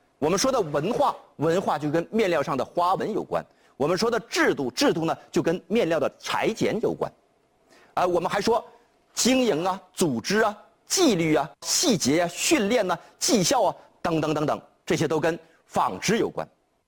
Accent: China; 我们中国人

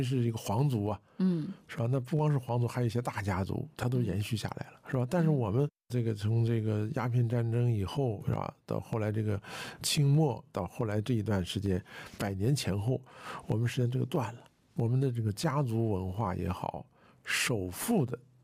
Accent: China; 我们中国人

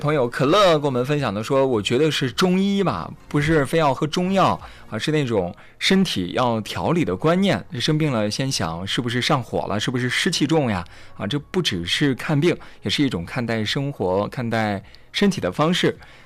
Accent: China

